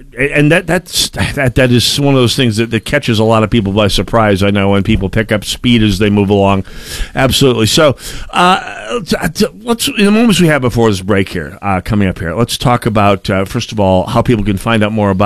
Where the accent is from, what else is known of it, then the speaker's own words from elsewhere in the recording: St. Paul, Minnesota, United States; I mean, I'm from St. Paul, where we get used to things like $60 million for a high school.